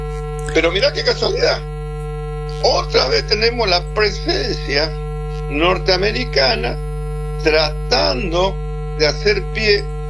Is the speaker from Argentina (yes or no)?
yes; Argentina